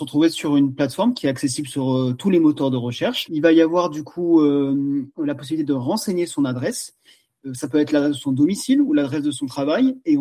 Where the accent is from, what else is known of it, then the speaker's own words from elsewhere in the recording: Provence-Alpes-Côte d'Azur, France; Nous, on est originaire des Hautes-Alpes et c'est vrai qu'on a toujours été habitués à bien manger